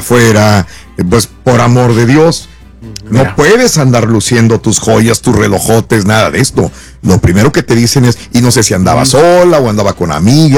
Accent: Sugar Land, Texas, United States; ¡Uy, mi tierra!

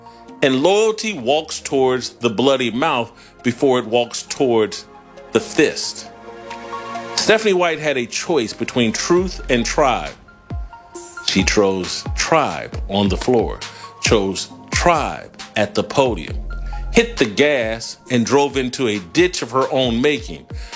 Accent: Indianapolis, Indiana, United States; my hometown of Indianapolis.

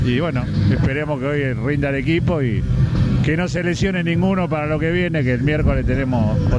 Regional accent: Paso del Rey, Buenos Aires Province, Argentina; born there; soy de Paso del Rey, zona oeste, bueno, hincha de Tigre, y edad 62

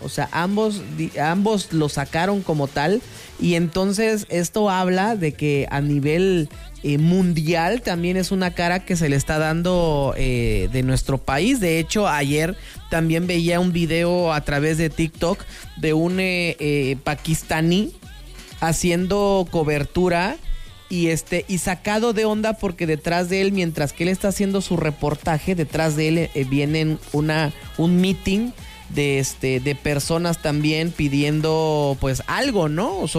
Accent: Mexico; pero en esta ocasión, al ser en mi país, la verdad es que está increíble.

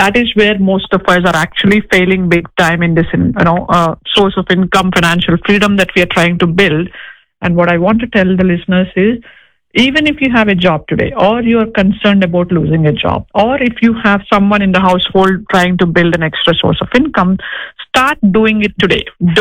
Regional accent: East Coast, United States; So I know, since I'm from the East Coast, I decided to come ahead of the time before the seminar

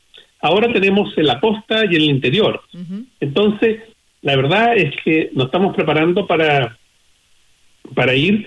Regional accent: Copiapó, Atacama, Chile; yo que de chico nací en Coyapó

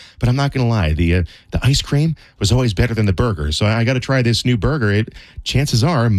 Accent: Edison, New Jersey, United States; as a kid growing up in Edison

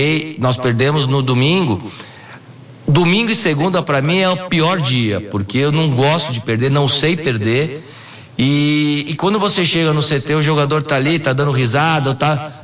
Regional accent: São Paulo, Brazil; É, sou de São Paulo, conheço o futebol de São Paulo

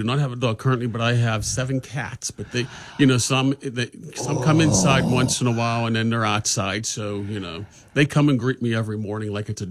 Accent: Pittsburgh, Pennsylvania, United States; moved away as an adult; I grew up in Pittsburgh on Troy Hill.

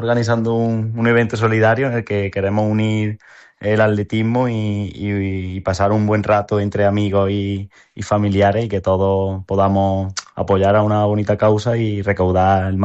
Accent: Moriles, Andalusia, Spain; born or raised there

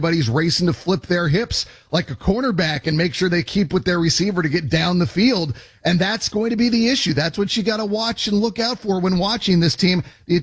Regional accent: Bay Area, California, United States; growing up in the Bay Area, I have a lot of friends who have Mexican heritage.

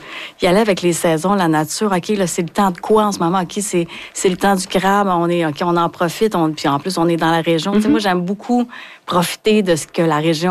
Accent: Hauterive, Quebec, Canada; je suis de Haute-Rive, moi

